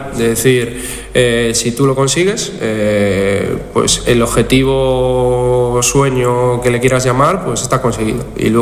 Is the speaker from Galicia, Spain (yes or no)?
yes; Galicia, Spain; soy gallego